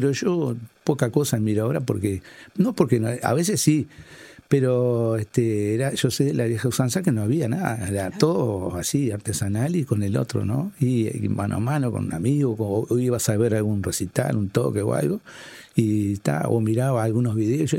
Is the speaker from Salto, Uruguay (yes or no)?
yes; Salto, Uruguay; había peñas en Salto, me llevaba, yo era chiquito y yo cantaba